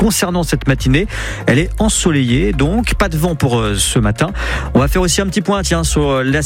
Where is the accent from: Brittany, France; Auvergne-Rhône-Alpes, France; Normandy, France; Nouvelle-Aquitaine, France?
Brittany, France; Moi, je suis breton.